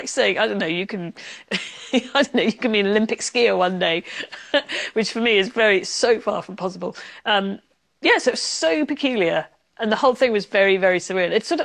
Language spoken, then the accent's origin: English; Canterbury, South East England, United Kingdom; born there; also born or lived in Wales / Ireland; Well, I was born in Canterbury, and then I moved to Wales, and then I moved to Ireland, and yeah, it's very complicated.